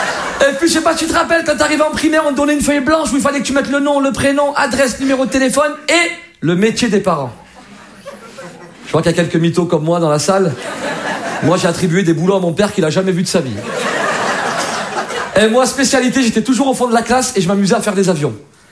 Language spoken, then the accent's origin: French; Algeria; Ah, alors moi je vous parle d'Algérie parce que je suis originaire d'Algérie. Je m'y rends souvent, pas par plaisir, hein, parce que j'ai de la famille là-bas.